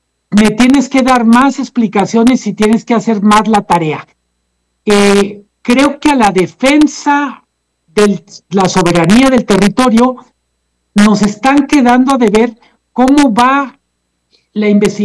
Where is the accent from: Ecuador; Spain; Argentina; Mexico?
Mexico; somos muchos los mexicanos patriotas